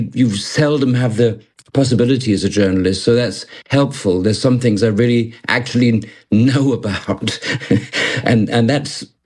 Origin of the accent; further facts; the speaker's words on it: Malaysia; also born or lived in London, United Kingdom / Germany; I was born in London and grew up in what was then the Federation of Malaya, became Malaysia later.